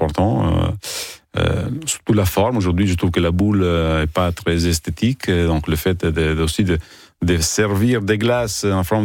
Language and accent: French; Italy; French is a second language; now in France; C'est un pays qui m'a donné cette opportunité, donc je suis très content d'être venu en France.